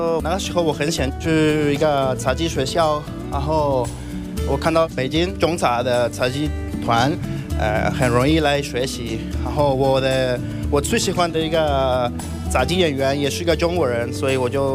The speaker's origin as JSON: {"language": "Chinese", "country": "Mexico", "second_language": "Chinese", "moved": "yes", "lives_now": "China", "said": "我是墨西哥人"}